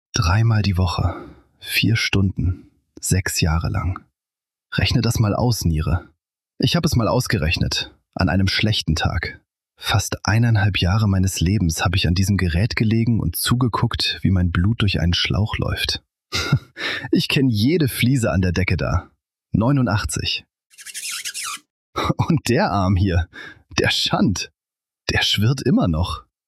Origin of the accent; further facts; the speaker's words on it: Cologne, North Rhine-Westphalia, Germany; Wir sind beide Kölner.